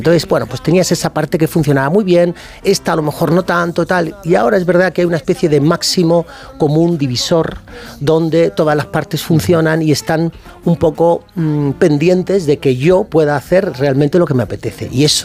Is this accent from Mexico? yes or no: no; Málaga, Andalusia, Spain; soy de Málaga y eso se nota, claro.